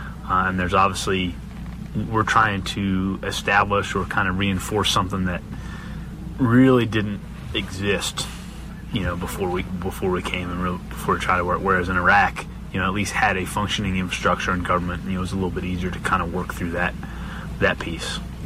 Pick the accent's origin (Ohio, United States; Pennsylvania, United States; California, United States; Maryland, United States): Maryland, United States; Annapolis; I grew up near the Naval Academy in Annapolis, so I went there on a field trip when I was younger